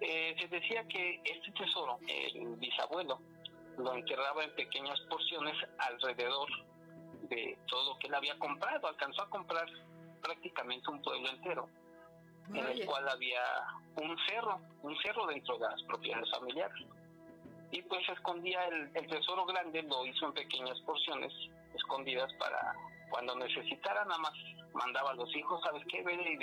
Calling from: Mexico City, Mexico; Nos escuchamos desde la alcaldía Venustiano Carranza.

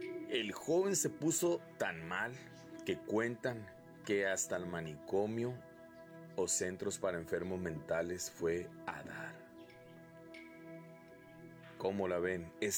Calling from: Tijuana, Baja California, Mexico; Saludos y bendiciones desde Tijuana

